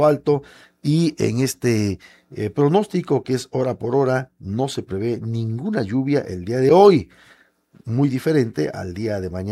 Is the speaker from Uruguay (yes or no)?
no; Tabasco, Mexico; somos tabasqueños